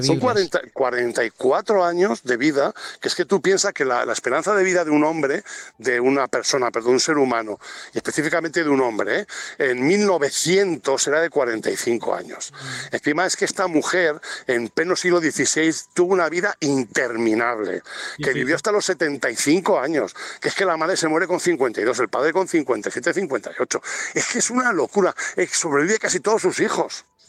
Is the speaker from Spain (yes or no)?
yes; Navarre, Spain; now in Tordesillas, Spain; yo que soy navarro, 30 años viviendo en Tordesillas